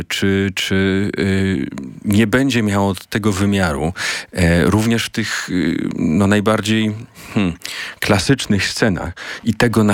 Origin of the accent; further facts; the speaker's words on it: Silesian Voivodeship, Poland; ja no, po śląsku nie godam i no rozumiem, aczkolwiek no, jestem z nim osłuchany ze względu na to, gdzie dorastałem.